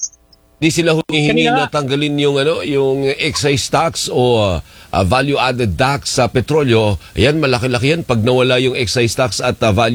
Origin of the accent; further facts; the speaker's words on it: Bacolod, Western Visayas, Philippines; Sa amin sa Negros, sa Bacolod